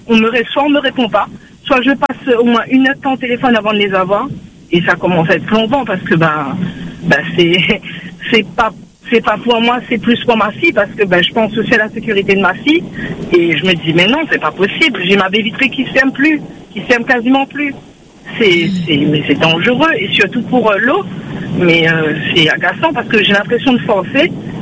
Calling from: Saint-Benoît, Réunion; j'habite à Saint-Benoît.

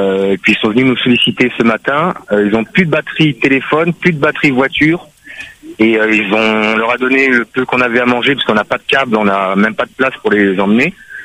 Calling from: Saint-Pierre, Réunion; Nous, on descend, on est de Saint-Pierre, donc on doit descendre absolument sur Saint-Pierre.

